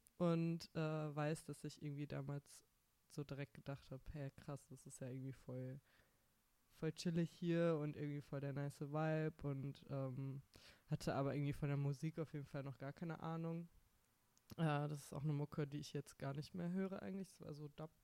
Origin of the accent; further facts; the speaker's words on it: Düsseldorf, North Rhine-Westphalia, Germany; Okay, also so meine ersten Berührungspunkte mit elektronischer Subkultur waren in Düsseldorf, wo ich aufgewachsen bin.